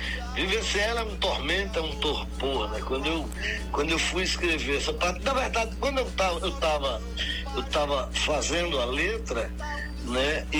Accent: Guaraci, Pernambuco, Brazil; born there; eu nasci em Guaraci em 1962. E Guaraci foi emancipado em 1963, né?

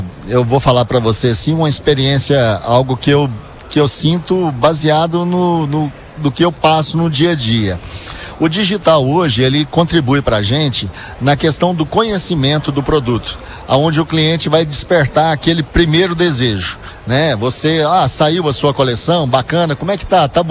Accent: Goiás, Brazil; accent: Goiano; como diz o nosso dialeto goiano aqui

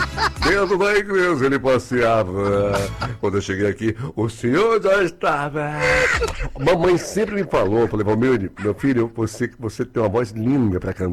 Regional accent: Salvador, Bahia, Brazil; sou aqui de Salvador, Bahia.

